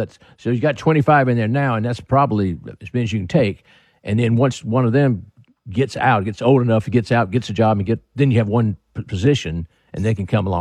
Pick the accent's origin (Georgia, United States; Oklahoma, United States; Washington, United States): Georgia, United States; Dawson; And I'm from Dawson, which is not far from you